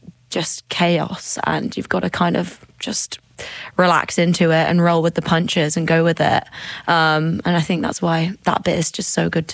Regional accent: Midlands, United Kingdom; since I was like a little girl growing up in the Midlands.

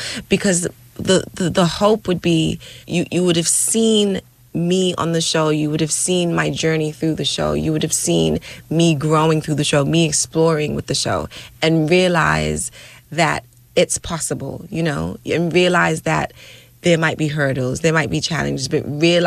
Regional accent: Ghana; born there; I'm a Ghanaian. I was born in Ghana. I can speak my language

